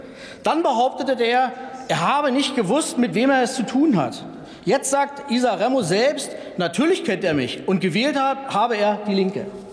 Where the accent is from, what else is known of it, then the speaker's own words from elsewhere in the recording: Saxony-Anhalt, Germany; ich komme aus Sachsen-Anhalt und war selbst Abgeordneter im Landtag.